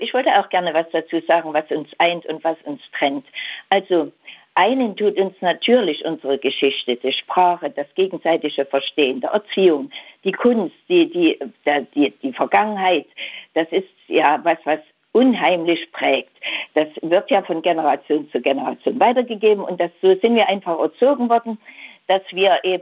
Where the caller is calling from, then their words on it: Thuringia, Germany; bin ja selber aus Thüringen